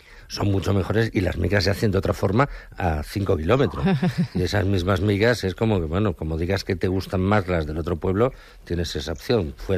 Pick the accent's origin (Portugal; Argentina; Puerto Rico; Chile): Portugal; Lisbon; Spanish is a second language; es Lisboa, ¿sabes? Entonces, yo soy de Saramago y todo eso es mío.